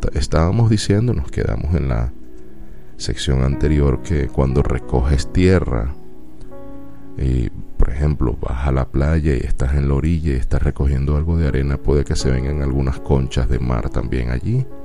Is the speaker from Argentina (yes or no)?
no; Venezuela